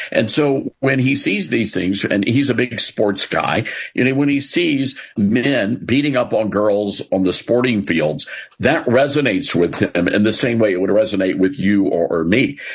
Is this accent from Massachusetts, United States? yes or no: no; Memphis, Tennessee, United States; also born or lived in New York City; So Memphis is my hometown. I was born and raised here, and I moved back to Memphis after living in New York City for 15 years.